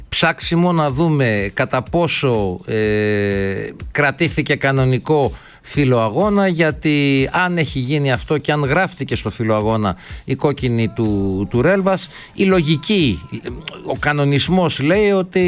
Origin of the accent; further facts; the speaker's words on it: Peloponnese, Greece; Δεν το έκρυψα ποτέ ότι είμαι Πελοποννήσιος.